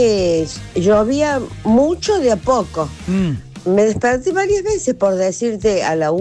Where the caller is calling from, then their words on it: Córdoba, Argentina; Alto Alberdi